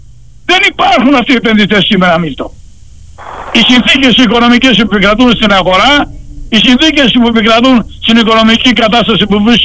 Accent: Patras, Western Greece, Greece; ως πατρινός, ως δημοσιογράφος και οπαδός της ομάδος

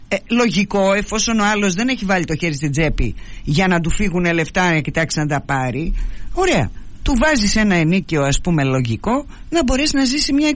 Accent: Greece; ως Έλληνας πολίτης.

